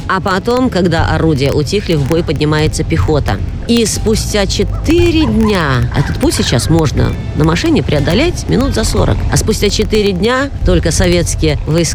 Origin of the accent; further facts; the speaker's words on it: Orsha, Vitebsk Region, Belarus; Как раз воплощение всех тех сил, которые завоевали свободу моей родной Орши.